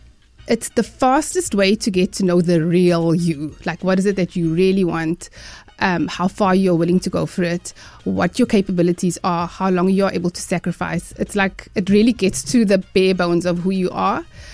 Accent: South Africa; So definitely, as a South African

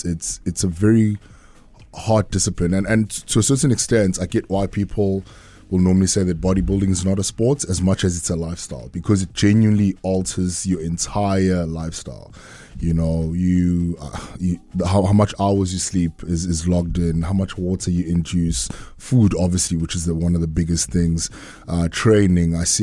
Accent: Durban, KwaZulu-Natal, South Africa; moved away as an adult; also born or lived in Cape Town; now in Johannesburg, South Africa; I'm from Lamontville. I'm born and bred in Durban. I did primary school here, high school here. I'm a George Campbell old boy. And then obviously subsequently I went to varsity at UCT and ended up being in Joburg

